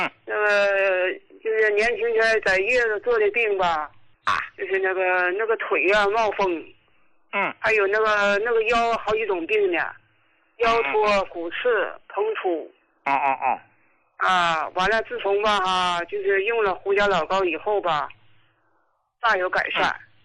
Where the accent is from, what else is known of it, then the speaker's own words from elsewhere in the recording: Jilin, China; 我是吉林的患者。